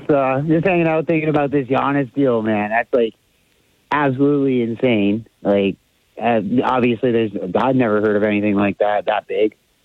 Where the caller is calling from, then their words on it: Canada; being from Canada, always cheering for the Raptors.